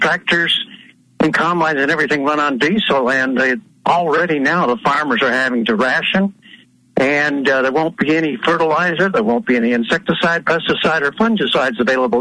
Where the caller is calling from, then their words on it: Mississippi, United States; in Mississippi.